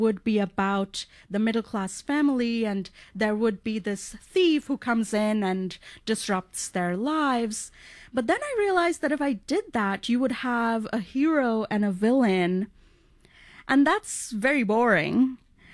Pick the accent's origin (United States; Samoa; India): India; growing up in India, class difference was so apparent to me